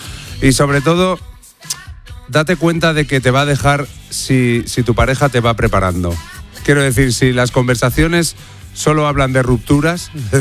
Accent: Salamanca, Castile and León, Spain; Porque yo que soy de Salamanca, en Guijuelo, a las ensaladas le echan medio cerdo, ¿sabes?

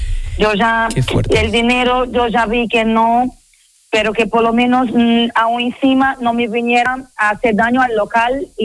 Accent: São Luís, Maranhão, Brazil; now in Spain; Sí, soy de Brasil, pero hace 20 años que estoy aquí

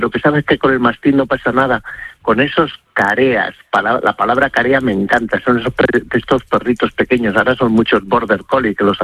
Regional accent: Castile and León, Spain; also born or lived in Madrid; ¿cómo no la voy a conocer si es mi tierra? Que es que yo me crié tirando cantos a los del pueblo de arriba, a los de Navasequilla, y los de la Lastra me tiraban cantos a mí

